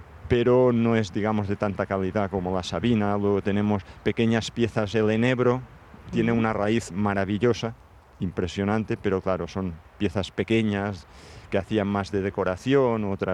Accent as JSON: {"language": "Spanish", "area": "Formentera", "region": "Balearic Islands", "country": "Spain", "tie": "born there", "said": "Yo he nacido en esta isla, amo muchísimo mi tierra"}